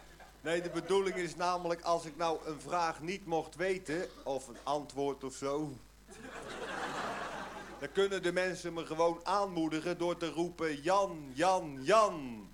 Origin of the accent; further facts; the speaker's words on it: Soest, Utrecht, Netherlands; born there; moved away as an adult; now in Zeist, Netherlands; ik heb altijd in Soest gewoond. Op de Soestdijkstraatweg 66.